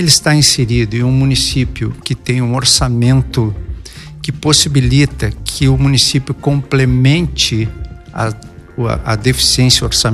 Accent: Porto Alegre, Rio Grande do Sul, Brazil; moved away as an adult; now in Rio Grande, Brazil; Fui executivo, sou de Porto Alegre, vim para Rio Grande para atuar no Grupo Guanabara

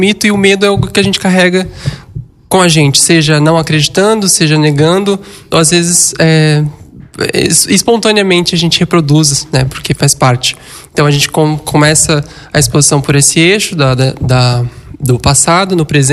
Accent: São Paulo, Brazil; moved away as an adult; now in Rio Grande, Brazil; eu mesmo não sou daqui, sou de São Paulo, mas moro aqui há 10 anos

